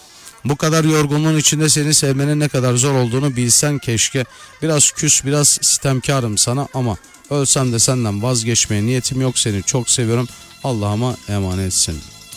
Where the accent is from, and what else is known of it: İzmir, Turkey